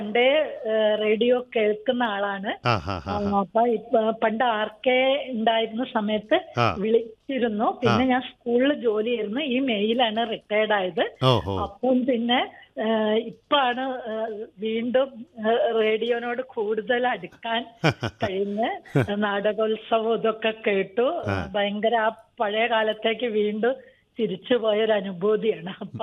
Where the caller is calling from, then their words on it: Kozhikode, Kerala, India; ഞാൻ മായനാട്.